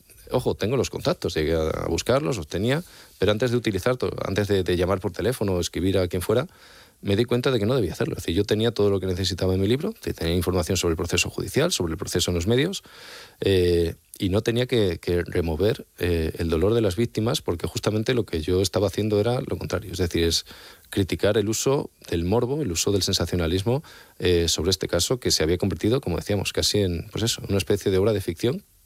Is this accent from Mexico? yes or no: no; Extremadura, Spain